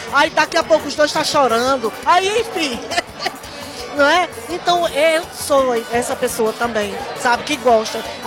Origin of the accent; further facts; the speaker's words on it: Brazil; moved away; eu sou do Vassoural